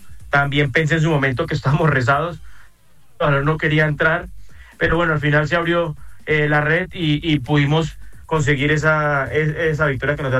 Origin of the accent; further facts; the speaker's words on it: Mexico; Yo soy mexicano, nací en México, soy más mexicano que colombiano, pues en cuanto a nacionalidad